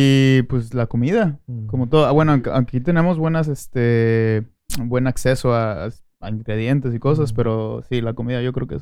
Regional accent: Mexico; cuando la gente sabe que soy mexicano

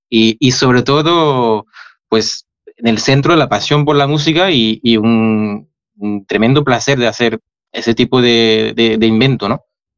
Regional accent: France; Spanish is a second language; moved away as an adult; also born or lived in Seville, Spain; now in Madrid, Spain; yo soy francés, empecé con el piano clásico y bueno, o sea, en mi familia nadie es de España

